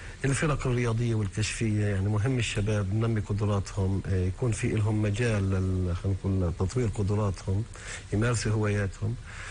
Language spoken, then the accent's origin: Arabic; Palestine; احنا كمجتمع فلسطيني متعودين على هاي الظروف السياسية